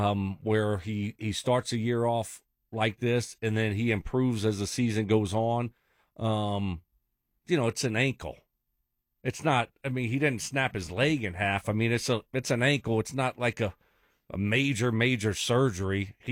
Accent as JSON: {"language": "English", "town": "Lafayette", "region": "Louisiana", "country": "United States", "tie": "born or raised there", "said": "I grew up in Lafayette. So that's 2 hours away."}